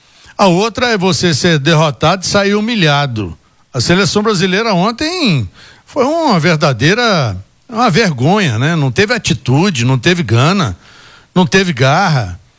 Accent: Brazil; Eu sou brasileiro

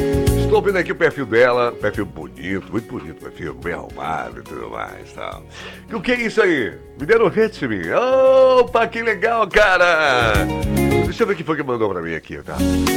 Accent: Salvador, Bahia, Brazil; Minha avó é baiana, eu também sou baiano. Olha só, eu também sou baianinho, querida. Só tem um pequeno detalhe que eu sempre falo, né? Eu sou aqui de Salvador, Bahia, na Gema.

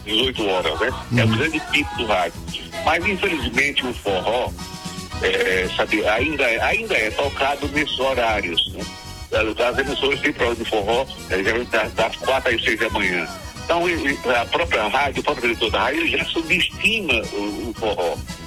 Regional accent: Brazil; eu sou de Minas Palmares

